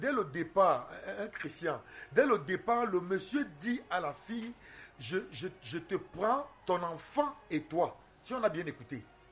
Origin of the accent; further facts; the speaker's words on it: Cameroon; nous sommes quand même des Africains, nous sommes des Camerounais, nous savons comment ça se passe dans nos familles.